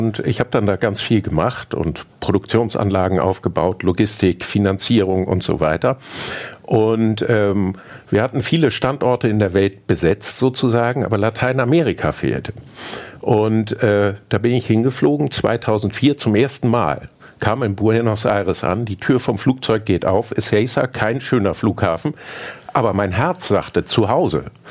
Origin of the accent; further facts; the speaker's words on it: Hamburg, Germany; moved away as an adult; also born or lived in Argentina; Ich bin Hamburger. Wir haben einige Jahre im Ausland gelebt. Ich hatte das große Glück, 5 Jahre mit meiner Partnerin in Argentinien leben und arbeiten zu dürfen. Aber irgendwie hat uns Hamburg immer wieder zurückgezogen.